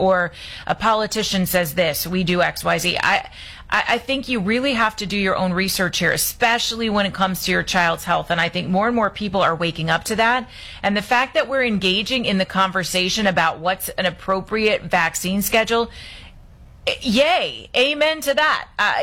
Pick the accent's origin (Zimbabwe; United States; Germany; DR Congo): United States; California; Let's say hello to Mike in my home state of California, line three.